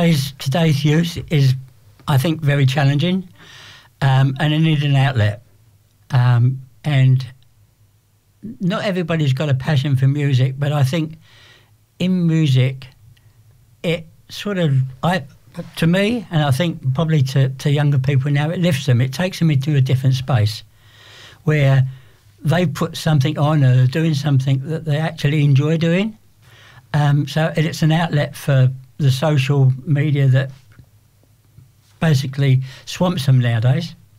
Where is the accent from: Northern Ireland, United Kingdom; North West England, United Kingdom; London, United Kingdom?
London, United Kingdom; moved away as an adult; also born or lived in Melbourne, Australia; now in Sydney, Australia; Growing up in London in teenage years